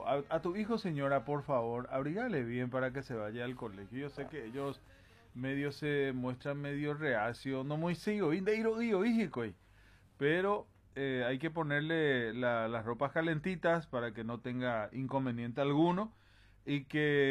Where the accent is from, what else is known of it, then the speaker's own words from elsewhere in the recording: Paraguay; Yo soy paraguayo